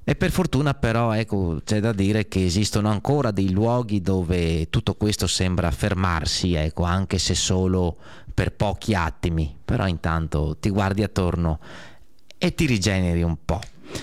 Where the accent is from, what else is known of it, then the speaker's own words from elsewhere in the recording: Due Carrare, Veneto, Italy; nel mio paese, ecco, finisce martedì, mi sembra, ecco, con i fuochi a Due Carrare